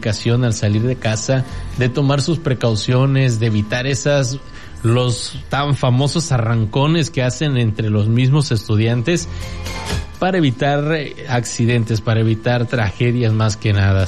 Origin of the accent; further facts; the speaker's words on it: Tonalá, Mexico; los que somos de aquí de Tonalá la vamos a ubicar rapidísimo.